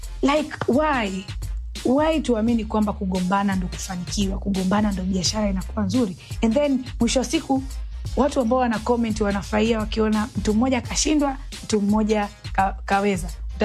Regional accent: Tanzania; Na sisi ni Watanzania

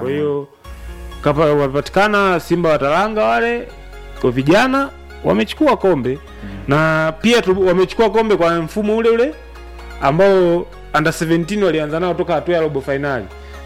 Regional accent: Tanzania

